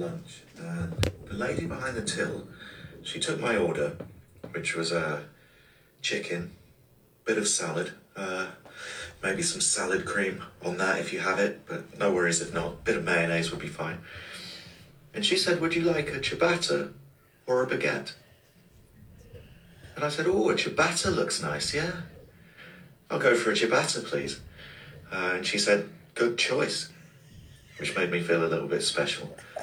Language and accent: English; United Kingdom; So, yeah, naturally, as a British person, I dealt with this by silently watching the baguette get made